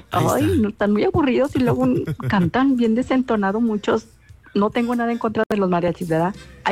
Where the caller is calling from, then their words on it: Mexico; soy mexicana, pero no. Soy mexicana.